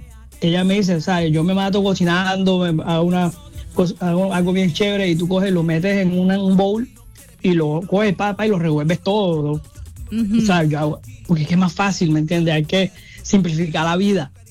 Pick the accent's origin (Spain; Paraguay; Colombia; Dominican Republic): Colombia; Cartagena, Bolívar; nosotros somos, aparte de ser artistas, somos cartageneros